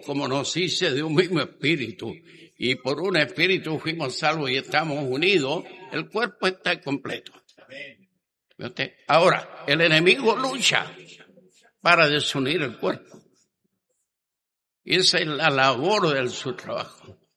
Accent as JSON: {"language": "Spanish", "country": "Chile", "said": "el nombre que nosotros le damos acá a vulgar como chileno."}